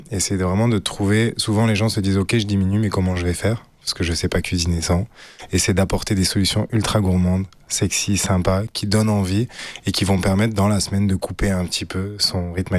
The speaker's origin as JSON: {"language": "French", "region": "Auvergne-Rhône-Alpes", "country": "France", "tie": "born or raised there", "also_born_or_lived": "Australia", "moved": "yes", "said": "j'ai grandi dans la Drôme provençale, dans un terrain familial où il y avait le restaurant de mes cousins."}